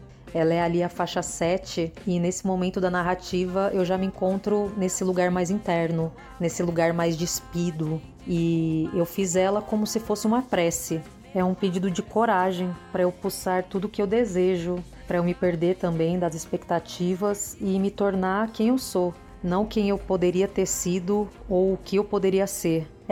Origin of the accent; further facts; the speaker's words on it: São Paulo, Brazil; also born or lived in Jundiaí; sou cantora, compositora, nasci em Jundiaí e atualmente criada em São Paulo.